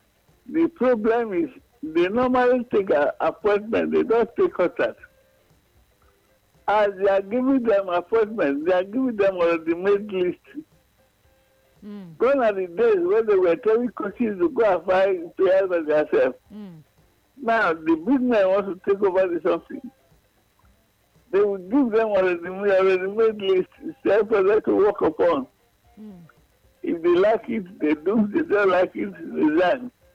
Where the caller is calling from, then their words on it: Kurudu, Federal Capital Territory, Nigeria; from Kurudu.